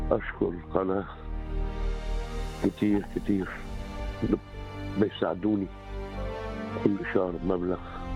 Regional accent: Luxor, Luxor Governorate, Egypt; انا طبيب صصيف من الاقصر

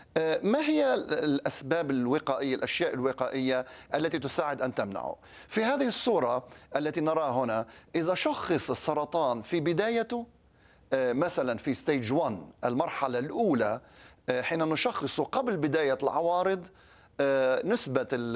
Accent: Lebanon; وأنا يعني أدرك جيدا كلبناني

